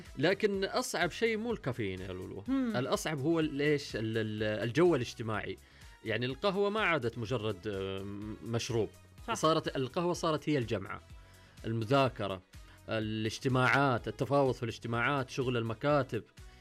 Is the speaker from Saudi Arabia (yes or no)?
yes; Saudi Arabia